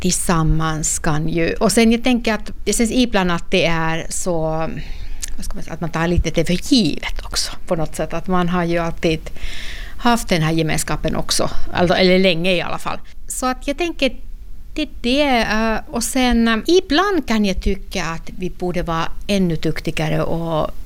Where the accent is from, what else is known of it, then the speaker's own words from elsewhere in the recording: Finland; Swedish is a second language; moved away as an adult; now in Sweden; Så att han är också från Finland, men eller var 2 när de flyttade till Sverige då med sina föräldrar på 60- eller 70-talet då. Så att Sverige-finne kallar man väl då att man är.